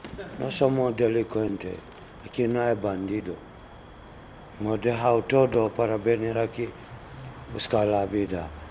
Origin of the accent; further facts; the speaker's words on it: Conakry, Guinea; Spanish is a second language; now in Spain; Soy de Guinea, Conakry.